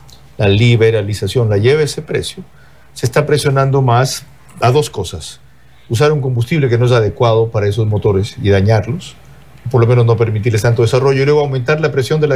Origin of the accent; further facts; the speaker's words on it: Manabí, Ecuador; Corcovea el caballo, decimos los montubios manavitas de mi tierra.